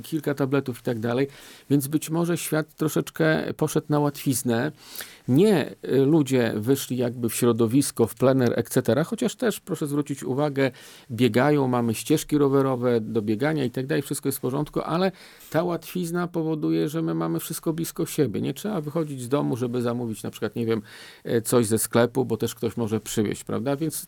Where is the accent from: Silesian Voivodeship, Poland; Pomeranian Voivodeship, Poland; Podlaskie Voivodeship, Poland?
Podlaskie Voivodeship, Poland; bo ja jestem z Antoniuka, czyli bardzo blisko państwa tutaj redakcji